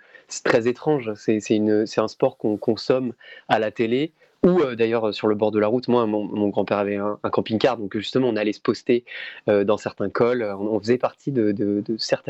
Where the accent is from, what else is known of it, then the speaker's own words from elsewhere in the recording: Grenoble, Auvergne-Rhône-Alpes, France; Moi, je suis originaire de Grenoble.